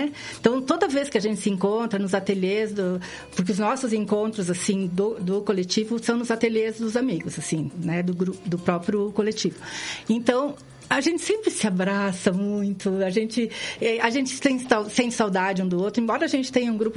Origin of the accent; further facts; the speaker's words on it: Nova Prata, Rio Grande do Sul, Brazil; born there; also born or lived in Bento Gonçalves, Brazil / Ponta Grossa, Brazil; now in Curitiba, Brazil; Eu nasci em Nova Prata, capital do Basalto lá, tá?